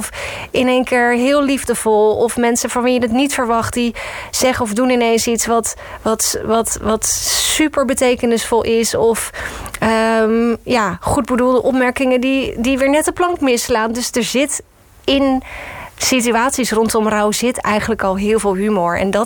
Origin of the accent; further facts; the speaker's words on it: Rotterdam, South Holland, Netherlands; We komen allebei uit Rotterdam, zijn even oud.